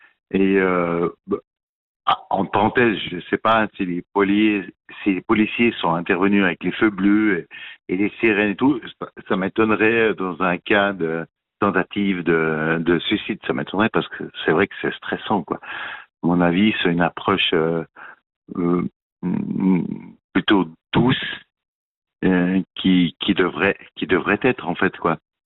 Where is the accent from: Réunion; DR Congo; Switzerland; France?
Switzerland; Parce que moi, je ne suis pas de Genève, je suis de la Broye.